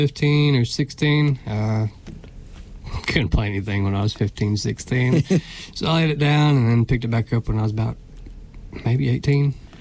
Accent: Talbott, Tennessee, United States; Jefferson County, the Talbot, Tennessee area. Or Talbot, depending on which side of the railroad tracks you live on.

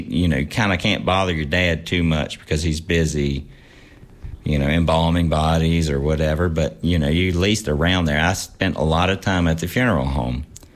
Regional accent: Clifton Forge, Virginia, United States; And that's what it was like growing up in Clifton Forge.

